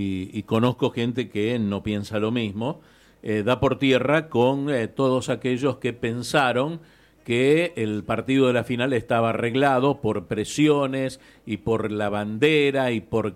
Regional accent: Argentina

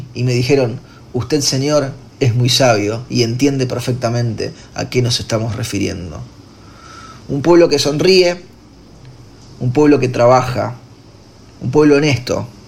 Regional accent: Argentina

